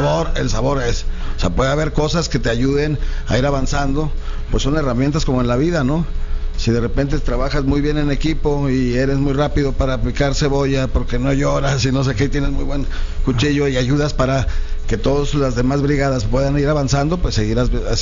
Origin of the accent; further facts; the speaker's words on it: Mexico; como mexicanos, la gastronomía mexicana pues tiene un valor cultural